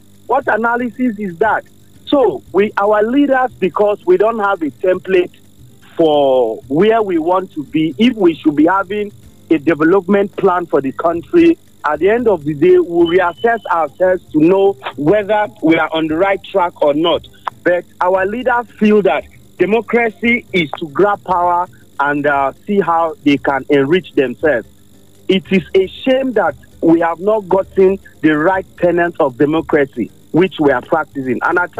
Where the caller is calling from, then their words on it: Makurdi, Benue, Nigeria; I'm calling from Makurdi, New Jersey.